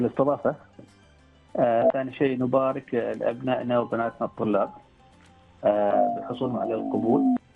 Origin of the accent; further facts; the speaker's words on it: Oman; بلدنا سلطنة عمان